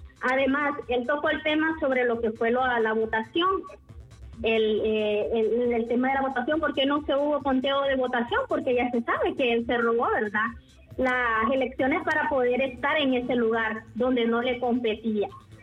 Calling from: El Progreso, Yoro, Honduras; somos del sector del Progreso

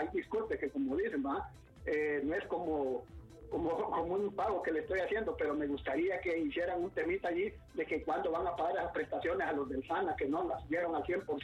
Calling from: Honduras; como hondureños nosotros no miramos

